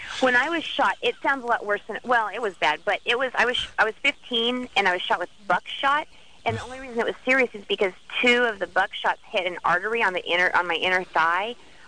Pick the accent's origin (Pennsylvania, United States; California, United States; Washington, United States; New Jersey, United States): Washington, United States; Seattle; I grew up in Seattle, but my cousins live in Colorado, so we visited.